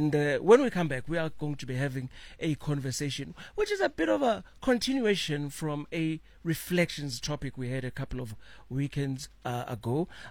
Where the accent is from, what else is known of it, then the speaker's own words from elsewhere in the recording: KwaZulu-Natal, South Africa; my hometown of KZN